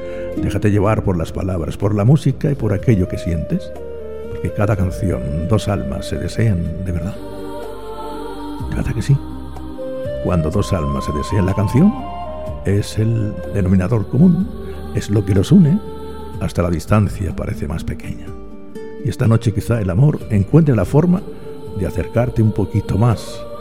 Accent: Murcia, Region of Murcia, Spain; Murcia, qué hermosa eres mi tierra, 94.6

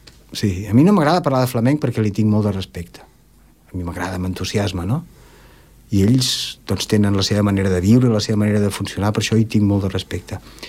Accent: Catalonia, Spain; jo no sóc flamenco, ni molt menys. Si jo agafo... jo sóc català.

